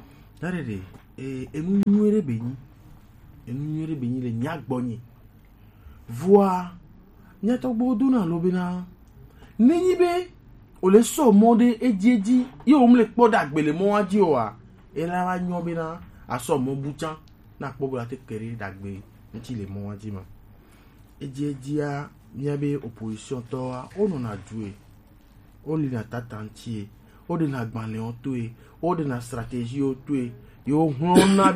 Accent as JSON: {"language": "French", "country": "Togo", "tie": "born there", "said": "je suis né au Togo je suis désolé de le dire il faut avoir le courage de le dire"}